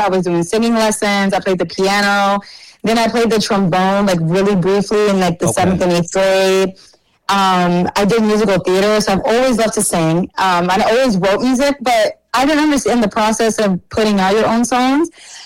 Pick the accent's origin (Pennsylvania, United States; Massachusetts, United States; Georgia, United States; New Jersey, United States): New Jersey, United States; Weehawken; also born or lived in New York City; But then my parents were like, you kind of want to leave the city a little bit. So we moved to Jersey. But I live in like a small town called Weehawken, but it's like right outside.